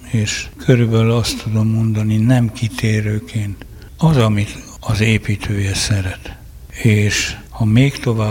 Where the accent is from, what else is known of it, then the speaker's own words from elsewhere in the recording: Jászberény, Jász-Nagykun-Szolnok, Hungary; Jászberényi vagyok